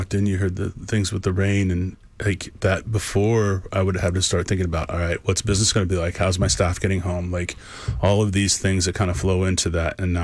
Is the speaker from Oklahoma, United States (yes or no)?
yes; Tulsa, Oklahoma, United States; I grew up in Tulsa and was at Tulsa Junior College